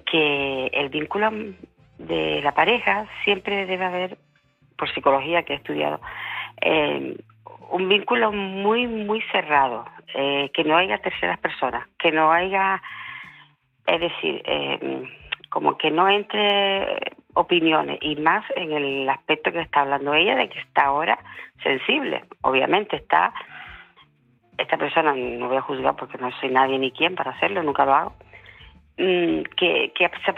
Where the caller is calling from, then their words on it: Canary Islands, Spain; Soy de Gran Canaria.